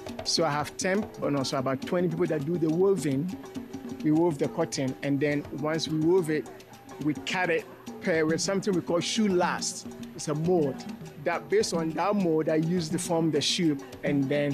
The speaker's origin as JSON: {"language": "English", "country": "Ghana", "moved": "as an adult", "lives_now": "Texas, United States", "said": "I'm originally from Ghana, but we live in Texas now."}